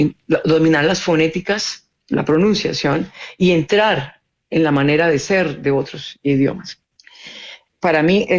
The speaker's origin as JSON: {"language": "Spanish", "town": "Cali", "region": "Valle del Cauca", "country": "Colombia", "tie": "born or raised there", "also_born_or_lived": "Chile", "moved": "yes", "lives_now": "Netherlands", "said": "cerrando en mi ciudad natal, en Cali"}